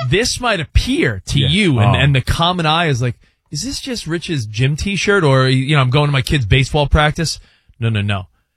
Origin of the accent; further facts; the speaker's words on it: East Coast, United States; We're big … fans. We're from the East Coast.